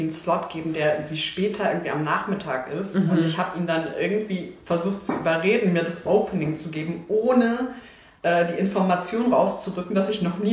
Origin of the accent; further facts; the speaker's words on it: Berlin, Germany; Ich meine, so als Berlinerin ist man halt nur von DJs umgeben.